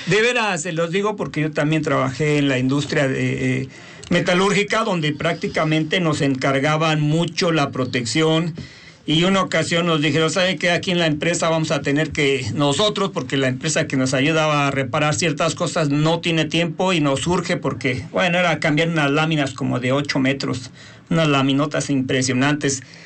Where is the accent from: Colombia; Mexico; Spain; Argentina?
Mexico